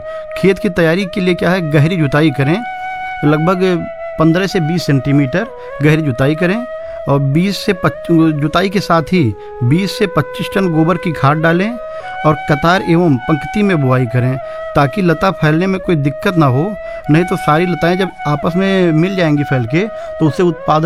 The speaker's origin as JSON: {"language": "Hindi", "town": "Mankapur", "region": "Uttar Pradesh", "country": "India", "said": "ग्राम post Bhitaura Mankapur का रहने वाला हूँ।"}